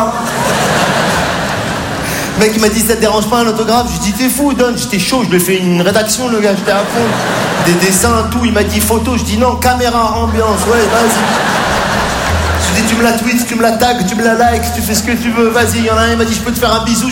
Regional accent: Morocco; born there

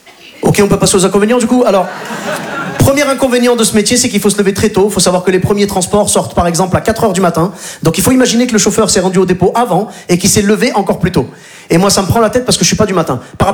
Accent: Morocco; Donc vous l'aurez compris … je suis originaire du Maghreb, du Maroc plus précisément.

